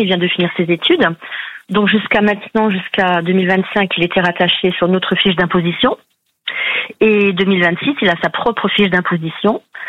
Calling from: Valros, Occitanie, France; J'habite à Valrose dans l'Hérault.

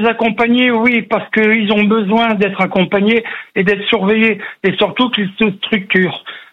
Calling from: Templeuve-en-Pévèle, Hauts-de-France, France; Temple en Pévèle.

